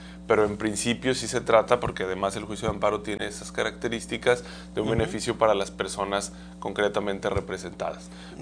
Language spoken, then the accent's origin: Spanish; León, Guanajuato, Mexico; pero yo soy leonés, soy guanajuatense, he sido un par de veces candidato a la presidencia municipal de León